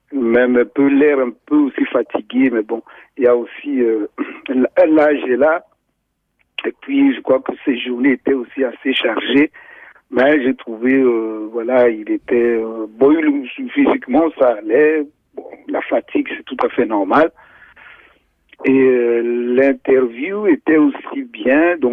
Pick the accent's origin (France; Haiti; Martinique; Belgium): Belgium; je suis belge d'origine congolaise